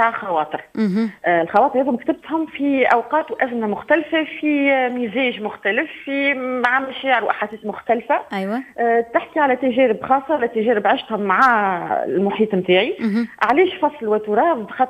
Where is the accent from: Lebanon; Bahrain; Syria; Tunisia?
Tunisia